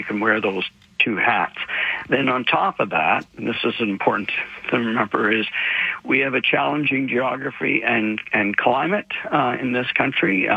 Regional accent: Canada; I think is most important as a Canadian, is that in many areas of this country, we only have one.

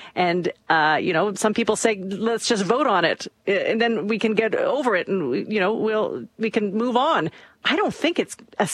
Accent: Canada; I'm from Canada.

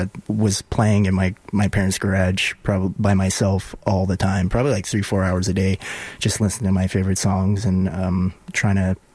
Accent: Wabasca, Alberta, Canada; So I grew up in Wabasca. It's about 3 hours north of Edmonton, a little small town, a little bit of municipality, a little bit of reserve.

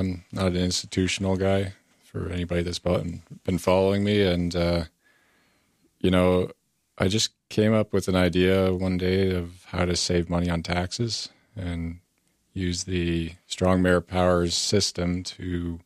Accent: West Carleton, Ontario, Canada; I grew up in West Carleton, just west of Ottawa.

